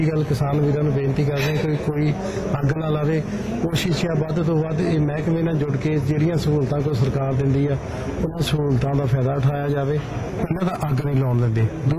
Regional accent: Mehmadpur, Punjab, India; ਮੇਰਾ ਪਿੰਡ ਮਹਿਮਦਪੁਰ ਮੈਂ ਸਰਪੰਚ ਮਹਿਮਦਪੁਰ ਤੋਂ

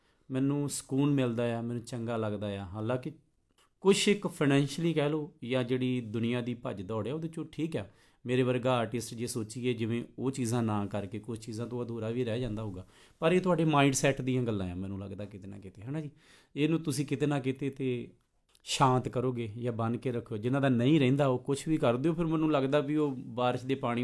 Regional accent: Punjab, India; ਮੈਂ ਤਰਨ ਤਾਰਨ ਜ਼ਿਲ੍ਹੇ ਦਾ, ਉਹ ਬਿਲਕੁਲ ਬਾਰਡਰ 'ਤੇ ਸਾਡਾ ਪਿੰਡ ਆ, ਹੈ ਨਾ

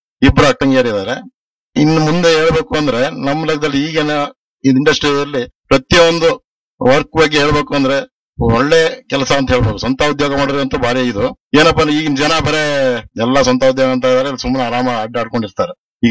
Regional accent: Shivamogga, Karnataka, India; ನಾನು ಹುಟ್ಟಿದ್ದು ಶಿವಮೊಗ್ಗದಲ್ಲೇ, ಕಾನ್ವೆಂಟ್ ಅಲ್ಲಿ ಓದಿದ್ದು.

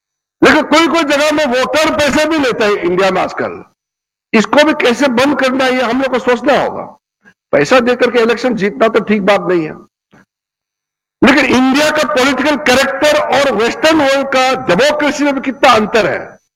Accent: North East India, India; मैं तो ऐसा जगह से आता हूं, वेस्ट बंगाल तो हमारे लिए कैपिटल जैसे है

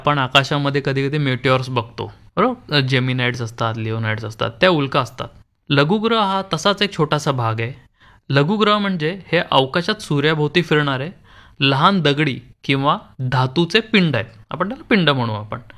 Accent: Badlapur, Maharashtra, India; माझं लहानपण जे आहे हे बदलापूरमध्ये गेल्यामुळे

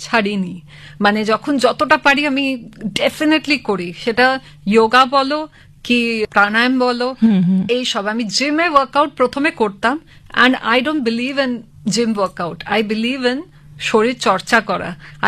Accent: Kolkata, West Bengal, India; born there; যদি বাঙালি আনার কথা আমি বলি, তো আমি প্রচন্ড ভাবে বাঙালি, কারণ আমি অ্যাকচুয়ালি তো এখানেই জন্মেছি কলকাতাতে।

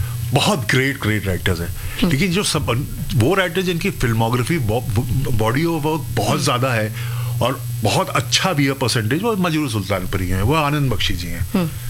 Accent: Uttarakhand, India; वैसे तो मैं हूँ उत्तराखंड का, हम लोग पहाड़ के रहने वाले, तो तब तो उत्तराखंड तो 2000 में बना, उसके पहले तो यूपी का ही पार्ट था सब।

